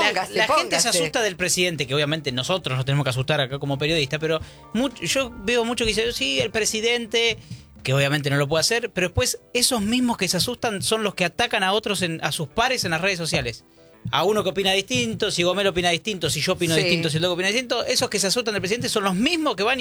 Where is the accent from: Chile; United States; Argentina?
Argentina; somos los argentinos